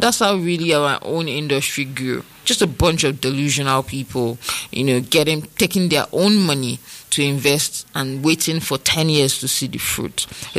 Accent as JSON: {"language": "English", "country": "Nigeria", "said": "I'm Nigerian"}